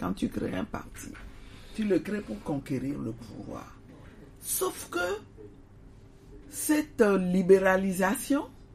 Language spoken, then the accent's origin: French; Lomé, Maritime, Togo; je viens d'Agbalépédo aussi